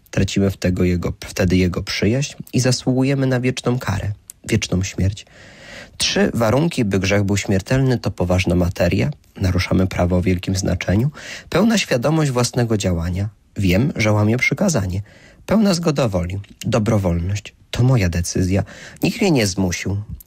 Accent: Pilchowo, West Pomeranian Voivodeship, Poland; now in Szczecin, Poland; w mojej rodzinnej parafii w kościele w Pilchowie

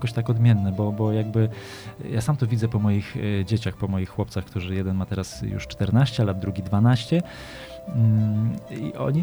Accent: Zabrze, Silesian Voivodeship, Poland; Ja pochodzę z Zabrza

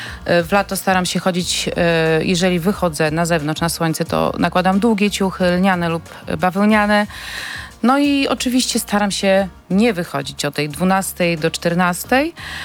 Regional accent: Augustów, Podlaskie Voivodeship, Poland; jestem z Augustowa.

